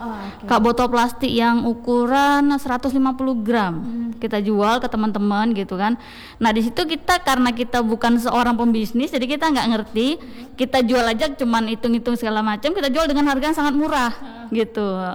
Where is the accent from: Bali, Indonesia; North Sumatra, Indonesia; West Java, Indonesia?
North Sumatra, Indonesia; karena saya sendiri bukan orang Aceh ya. Iya, jadi saya orang Sumatera Utara. Kemudian menikah sama orang Aceh gitu kan.